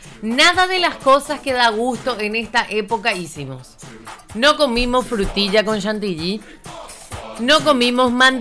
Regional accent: Paraguay; Fracasamos como paraguayos de invierno.

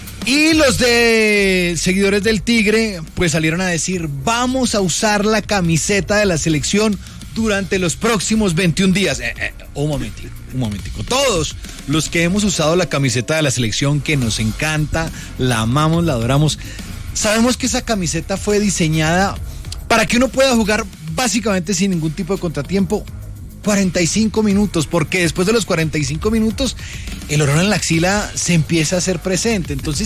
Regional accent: Colombia; somos los colombianos

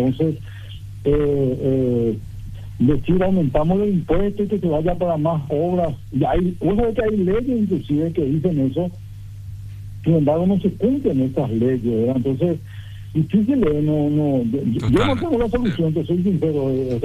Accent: Paraguay; somos paraguayos también

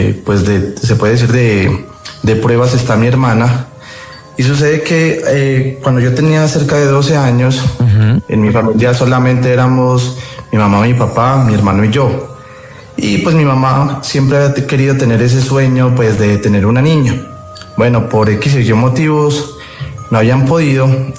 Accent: Ipiales, Nariño, Colombia; yo soy de una ciudad del departamento de Nariño que se llama Ipiales, la frontera con el Ecuador. Actualmente vivo en Antioquia

